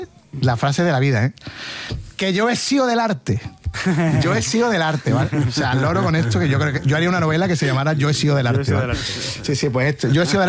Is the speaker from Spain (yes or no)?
yes; Jerez, Andalusia, Spain; Y dice, ¿tú de dónde eres, niño? Y digo, yo soy de Jerez.